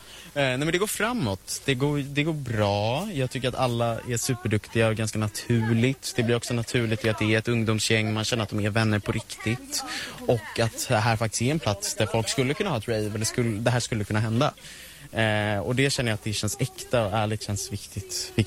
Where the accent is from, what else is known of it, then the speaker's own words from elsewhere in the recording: Nacka, Stockholm County, Sweden; Jag är från Nacka.